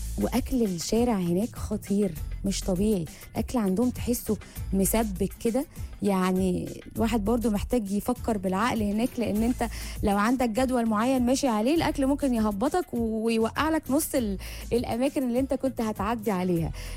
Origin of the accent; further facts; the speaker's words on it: Egypt; قريبة مننا كمصريين